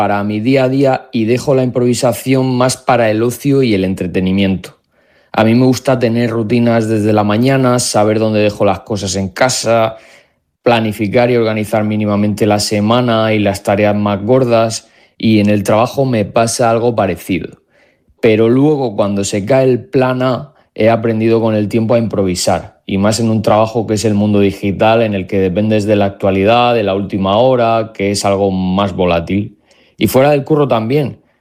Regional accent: Molina de Segura, Region of Murcia, Spain; also born or lived in Puebla de Don Fadrique, Granada; now in Madrid, Spain; Siempre que puedo me escapo a Molina de Segura, a mi tierra murciana.

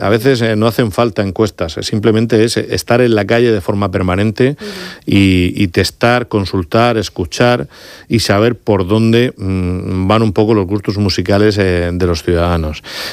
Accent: Santomera, Region of Murcia, Spain; Yo soy un enamorado de mi pueblo, soy alcalde

